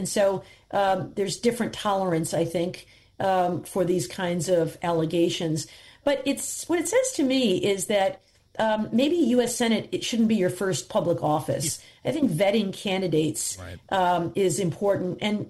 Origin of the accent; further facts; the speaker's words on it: Michigan, United States; We've done that in my home state of Michigan with a ballot initiative that created an independent citizens redistricting committee.